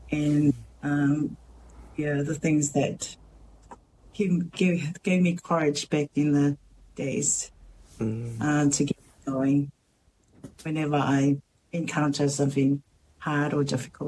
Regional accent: Tonga; moved away as an adult; also born or lived in Auckland, New Zealand; now in New Zealand; I grew up in Tonga. It is a very religious-based kind of a community there where I grew up.

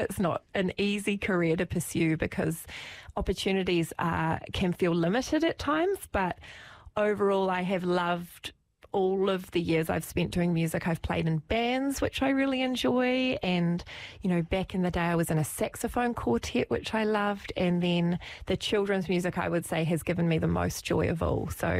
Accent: Christchurch, Canterbury, New Zealand; I grew up right here in Ōtautahi.

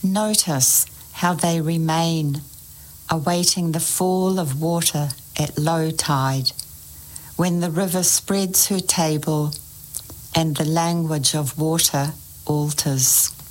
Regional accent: Taranaki, New Zealand; I grew up in Taranaki, between the mountain and the sea.

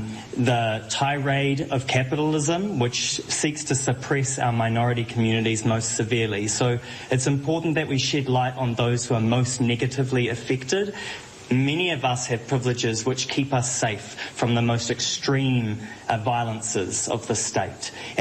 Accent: Northland, New Zealand; now in Hamilton, New Zealand; I hail from Te Taitokiro on my mother's side to Ngāpuhi, to Waikare, the Hokianga and Kaipohe on my father's side.

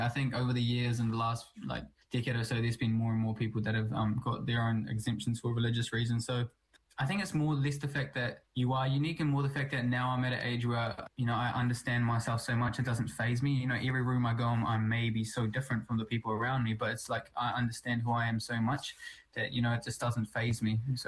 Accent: Hawke's Bay, New Zealand; parents came to New Zealand in 2000. My dad came first. And about 5-6 years later, my mum came. And in 2008, I was born here in Hawke's Bay. So I've always been here my whole life.

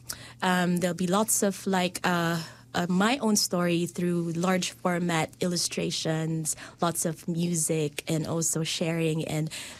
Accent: Philippines; now in Dunedin, New Zealand; make sense of our being Filipino here in New Zealand

